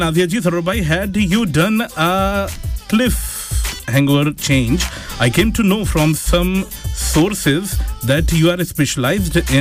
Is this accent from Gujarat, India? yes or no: no; Aligarh, Uttar Pradesh, India; हम लोग यूपी से हैं, उत्तर प्रदेश से हैं, इंडिया से हैं, और इंडिया में यूपी के अंदर एक जगह है अलीगढ़, वहां से हैं, और अलीगढ़ में एक मोहल्ला है सर सैयद नगर, वहां से हैं।